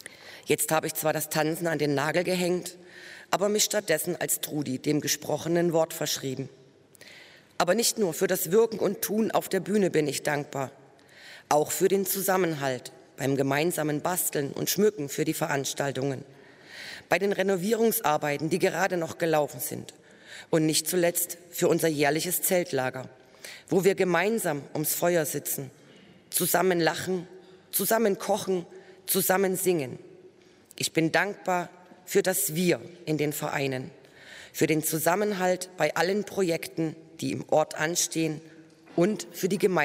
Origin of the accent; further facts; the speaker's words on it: Paaren, Germany; Ich bin in Paaren geboren, bin hier aufgewachsen und habe hier auch selbst eine Familie gegründet.